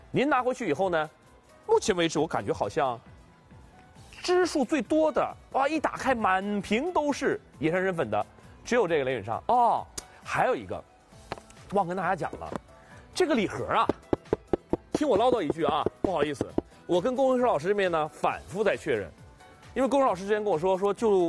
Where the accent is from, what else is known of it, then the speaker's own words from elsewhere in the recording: Heilongjiang, China; now in Shanghai, China; 比如我老家黑龙江的嘛